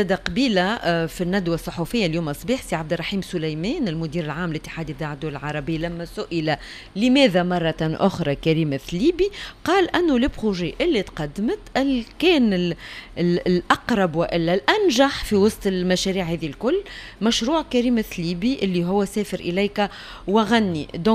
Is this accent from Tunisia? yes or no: yes; Tunisia; عندنا في تونس